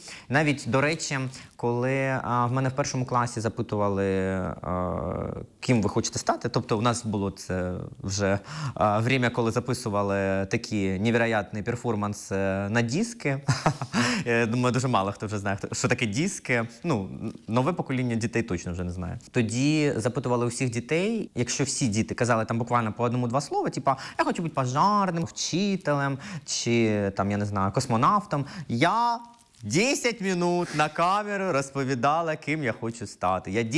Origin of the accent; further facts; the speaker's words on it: Kropyvnytskyi, Kirovohrad Oblast, Ukraine; Ні, я з Кропивницького.